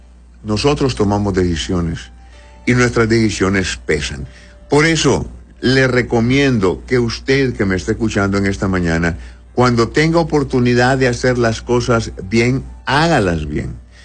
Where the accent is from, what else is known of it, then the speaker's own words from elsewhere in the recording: Honduras; Nosotros los hondureños tenemos algunos modismos del lenguaje.